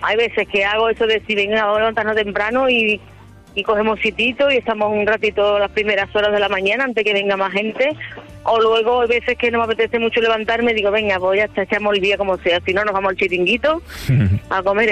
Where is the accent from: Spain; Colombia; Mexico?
Spain; Seville, Andalusia; Lo que sí es verdad que me bajaré para Sevilla, este viaje, que quiero estar en mi tierra estos dos mesecitos